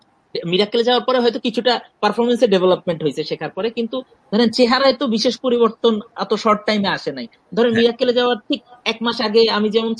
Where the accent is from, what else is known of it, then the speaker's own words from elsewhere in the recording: Dhaka, Dhaka Division, Bangladesh; আমার বাবা মা লক্ষ্মীপুরে বড় হয়েছে, লক্ষ্মীপুর আমাকে আমার বাবা মা উপহার দিছে। আমি আসলে ঢাকাতেই বড় হয়েছি